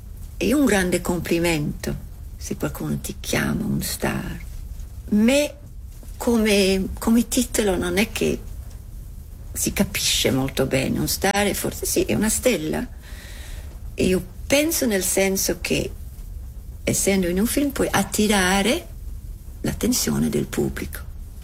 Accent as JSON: {"language": "Italian", "region": "England", "country": "United Kingdom", "second_language": "Italian", "said": "sono inglese, britannica, irlandese per essere."}